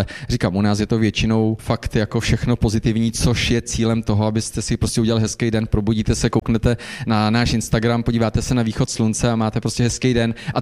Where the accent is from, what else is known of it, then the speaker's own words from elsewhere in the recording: Železná Ruda, Plzeň Region, Czechia; okolo Železnorucka, odkud pocházím